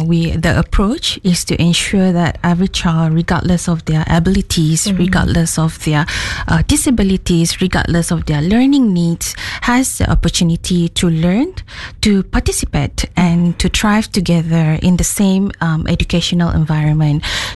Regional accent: Sarawak, Malaysia; I said, oh, I'm from Sarawak.

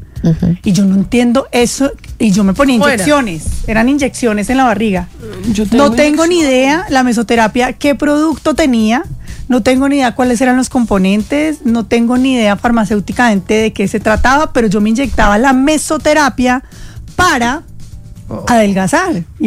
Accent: Manizales, Caldas, Colombia; Cuando yo entré a la televisión, pues yo era una niña de provincia. O sea, yo llegué de Manizales con una caja y una gallina, mentiras, pero sí, con muchas cosas por aprender.

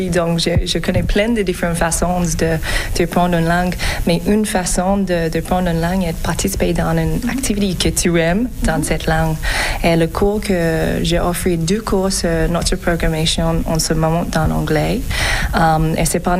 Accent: Adelaide, South Australia, Australia; French is a second language; moved away as an adult; also born or lived in South Korea / France; now in Quebec, Canada; je viens d'Australie. Je suis adoptée, donc je suis née du sud de Corée, mais j'ai grandi en Australie. J'ai passé la plupart de ma vie en Australie, dans la même ville que j'ai grandi dans, en Adelaide.

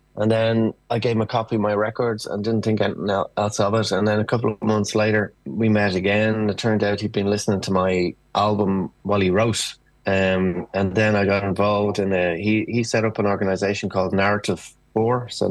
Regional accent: Ireland; And I suppose as Irish people, we have a sense of we are rare in the Western world as a country that never colonized, and we were done to rather than the doing.

